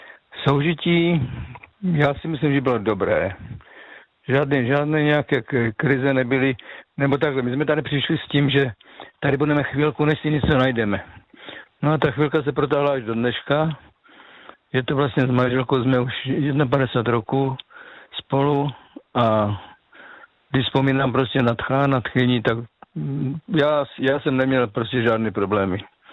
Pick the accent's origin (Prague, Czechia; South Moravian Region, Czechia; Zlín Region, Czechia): South Moravian Region, Czechia; já pocházím z Moravského Slovácka a tam jsme vlastně byli 3 generace babičky, rodiče a my kluci jako